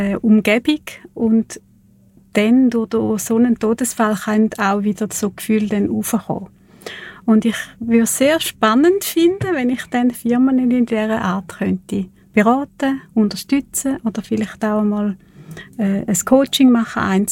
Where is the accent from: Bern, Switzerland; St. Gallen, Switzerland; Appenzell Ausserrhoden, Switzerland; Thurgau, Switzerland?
Thurgau, Switzerland; accent: Thurgau dialect